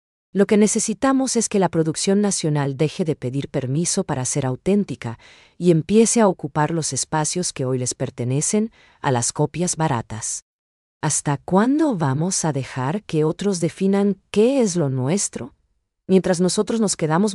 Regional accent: Paraguay; nuestras raíces guaraníes, que son el motor de todo lo que somos hoy como paraguayos.

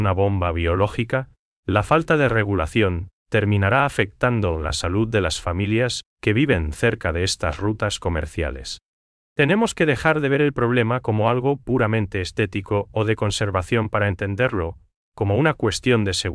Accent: Paraguay

